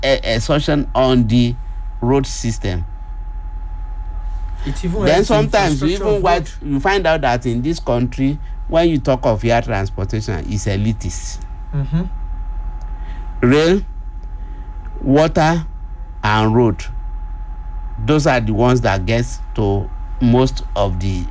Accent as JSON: {"language": "English", "country": "Nigeria", "said": "as a Nigerian"}